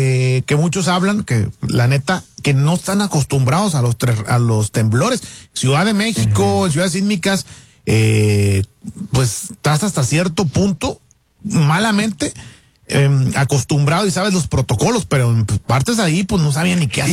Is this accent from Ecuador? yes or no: yes; Ecuador; No, es que está cañón, está difícil, pero ánimo, Colombia. Yo soy de Ecuador.